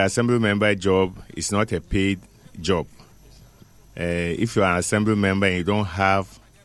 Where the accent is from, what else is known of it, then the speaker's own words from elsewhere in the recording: Western Region, Ghana; actually, I was born in the Sofonzongo community of Kwesimentim.